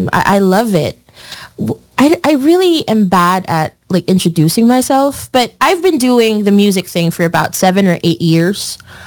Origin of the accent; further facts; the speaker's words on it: Philippines; I am from the Philippines, and it's actually very weird because nobody can like guess that like from the get-go. And I'm like, yeah, I'm streaming live from the Philippines.